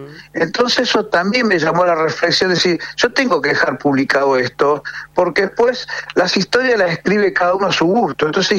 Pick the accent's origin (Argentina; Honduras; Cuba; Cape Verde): Argentina; Allen, Río Negro; born there; Yo nací acá en Allen, pero muy identificado con el... Yo soy del Valle, es mi región esta.